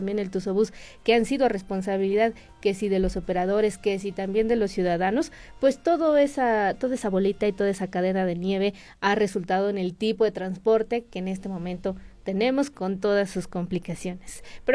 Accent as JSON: {"language": "Spanish", "country": "Mexico", "said": "como mexicanos nos tienen que decir"}